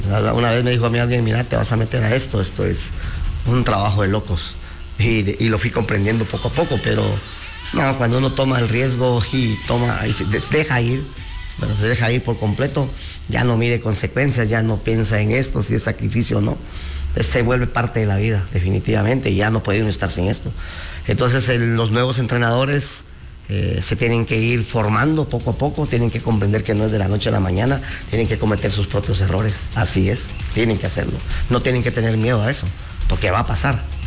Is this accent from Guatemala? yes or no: yes; Guatemala; a cada uno de nosotros como guatemaltecos.